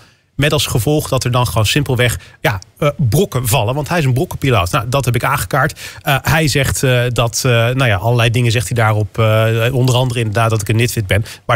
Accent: North Brabant, Netherlands; Maar ik ben in Brabant opgegroeid.

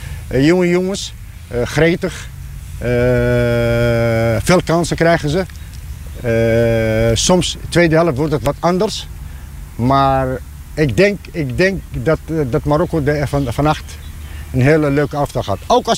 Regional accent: Lelystad, Flevoland, Netherlands; also born or lived in Morocco / Portugal / Dubai; Ja, ik ben opgegroeid in Lelystad.

